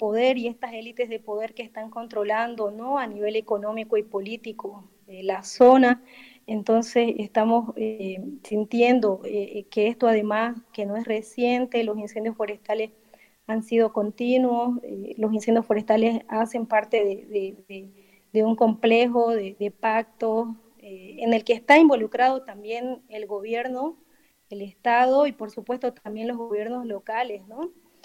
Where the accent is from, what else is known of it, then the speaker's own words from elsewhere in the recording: Bolivia; nuestra realidad, digamos que es tan boliviana, pero también tan de toda la Vía Yala